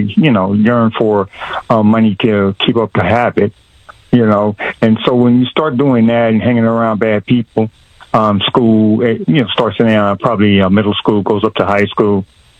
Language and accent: English; Los Angeles, California, United States; I'm from South Central Los Angeles originally, so. I grew up